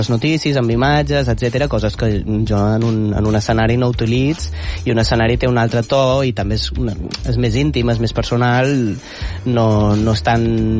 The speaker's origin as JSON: {"language": "Catalan", "region": "Balearic Islands", "country": "Spain", "moved": "yes", "said": "Jo, al final, sóc de Mallorca"}